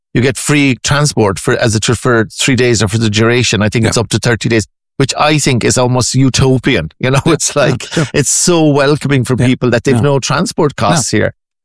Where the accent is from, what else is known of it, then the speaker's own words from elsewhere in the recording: Ireland; We think we're friendly in Ireland.